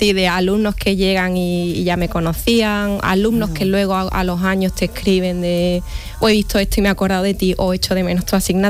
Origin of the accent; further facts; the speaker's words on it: Andalusia, Spain; accent: Andalusian; nuestro andaluz.